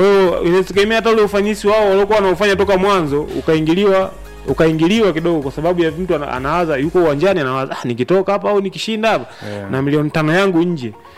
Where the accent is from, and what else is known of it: Tanzania